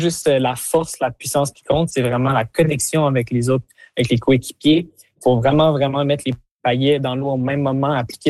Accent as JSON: {"language": "French", "town": "Quebec City", "region": "Quebec", "country": "Canada"}